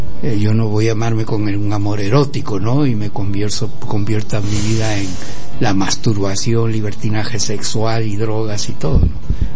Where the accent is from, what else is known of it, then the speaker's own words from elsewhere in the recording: Cajamarca, Peru; porque yo soy de Cajamarca, de la sierra, y siempre … ¿no? Y entonces … porque yo soy indio